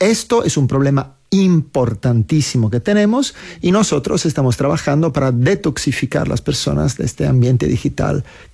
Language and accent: Spanish; Sardinia, Italy; Spanish is a second language; Sardeña, la isla de Sardeña.